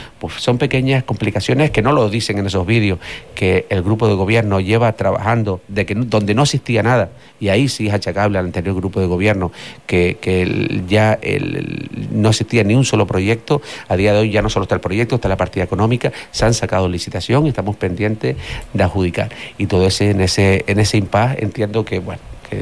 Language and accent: Spanish; La Matilla, Canary Islands, Spain; yo soy de La Matilla